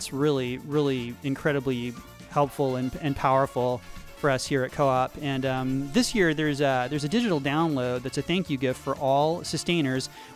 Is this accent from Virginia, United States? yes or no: no; Austin, Texas, United States; I'm from Austin. I grew up here.